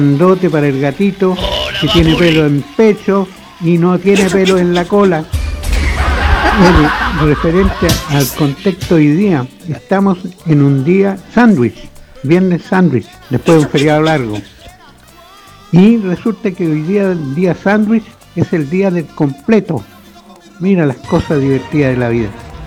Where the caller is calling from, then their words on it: Viña del Mar, Valparaíso, Chile; Gracias, soy … de Aguasanta. Chao.